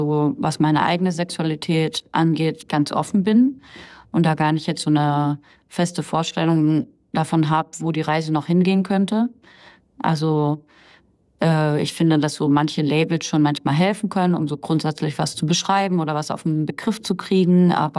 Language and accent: German; East Germany, Germany; also ich komme einmal aus dem Osten Deutschlands